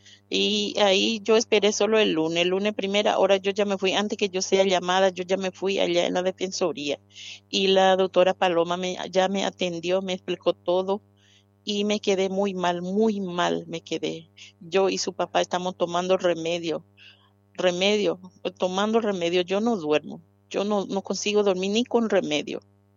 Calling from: Brazil; Yo vivo en Brasil

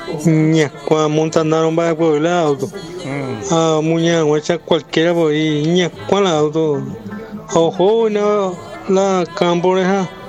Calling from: Sajonia, Asunción, Paraguay; de Sajonia.

